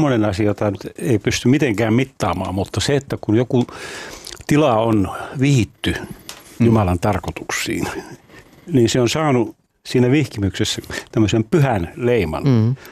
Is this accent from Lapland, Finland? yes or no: yes; Rovaniemi, Lapland, Finland; Ja kun mä Rovaniemeltä kotoisin, sellainen valtava alttarifresko, joka siellä on, jossa on Jeesus tulee Kemijoen ja Ounasjoen risteykseen lainalle.